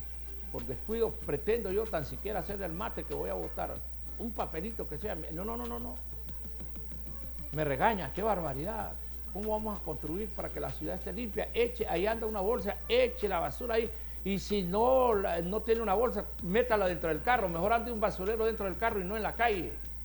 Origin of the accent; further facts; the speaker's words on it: Tegucigalpa, Francisco Morazán, Honduras; lo poco higiénicos que somos los capitalinos.